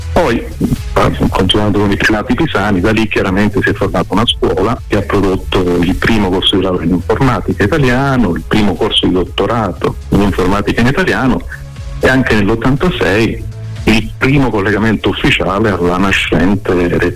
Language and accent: Italian; Calabria, Italy; now in Tuscany, Italy; Io non sono toscano, sono calabrese, sono toscano di adozione